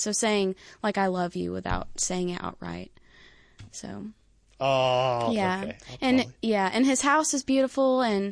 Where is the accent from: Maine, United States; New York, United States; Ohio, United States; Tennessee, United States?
Tennessee, United States; Decatur; moved away as an adult; now in Chattanooga, United States; I'm originally from Decatur, Tennessee, so that's about an hour north of Chattanooga. I lived there since I was 5 days old until 2018, and I've been living in Chattanooga since 2018.